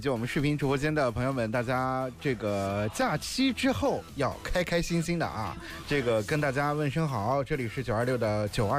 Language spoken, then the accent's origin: Chinese; Karamay, Xinjiang, China; 我是乌尔河土生土长的土咖的。